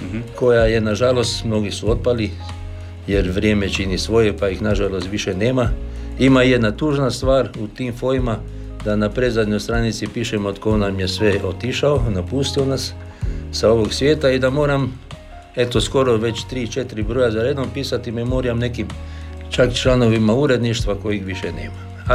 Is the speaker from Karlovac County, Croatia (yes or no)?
no; Punat, Primorje-Gorski Kotar County, Croatia